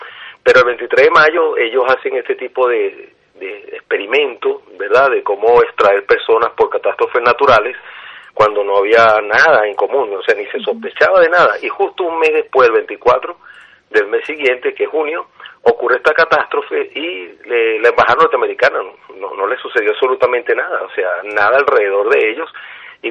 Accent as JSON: {"language": "Spanish", "region": "La Guaira", "country": "Venezuela", "tie": "born there", "said": "nací en La Guaira."}